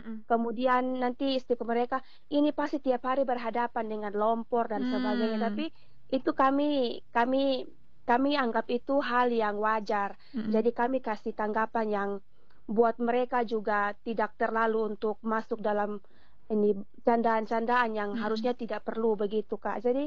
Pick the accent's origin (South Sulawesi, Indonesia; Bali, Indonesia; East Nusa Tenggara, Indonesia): East Nusa Tenggara, Indonesia; di desa kami, Desa Kesetanan